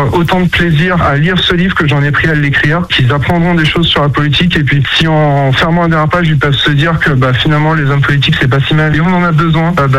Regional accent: Suré, Pays de la Loire, France; mon village de Suré, là où j'ai grandi

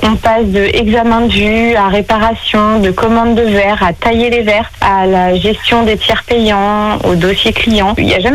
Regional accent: Saint-James, Normandy, France; also born or lived in Beaumont; moi, je suis originaire de Saint-Jean-d'Assier et aussi de Beaumont, où je suis très proche, où j'ai fait toute mon enfance sur Saint-James et sur Beaumont.

